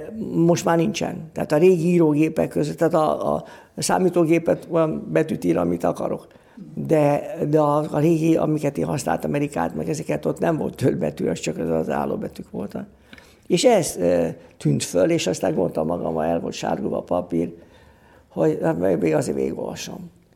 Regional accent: Budapest, Hungary; én a Angyalföldön a Kármen mellett nőttem föl, Szent László templomba jártam, mert az volt a plébánia

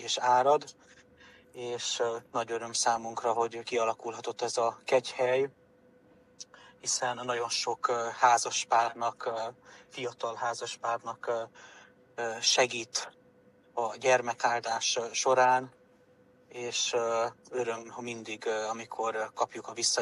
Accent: Transylvania, Romania; now in Siófok, Hungary; Én is erdélyi gyerek vagyok. Én is énekeltem ebbe a kórusba 15 éven keresztül. És a Jóisten úgy terelte az útjaimat, hogy Magyarországra, Siófokra költöztem, itt dolgozom

